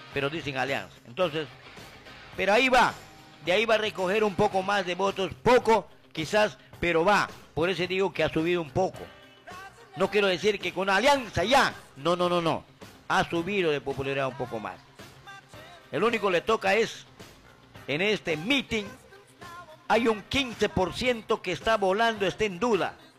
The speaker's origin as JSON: {"language": "Spanish", "country": "Peru", "said": "Así somos los peruanos."}